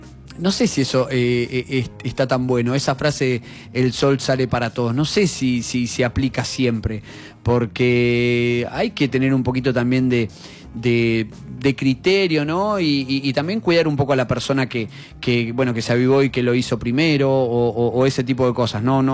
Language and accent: Spanish; Argentina